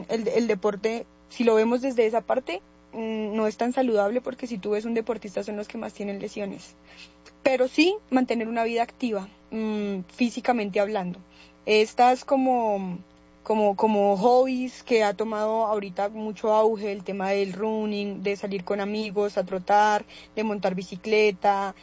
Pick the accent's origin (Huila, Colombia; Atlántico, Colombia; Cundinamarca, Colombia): Cundinamarca, Colombia; una de las principales falencias que tenemos como colombianos, y principalmente aquí en Cundinamarca.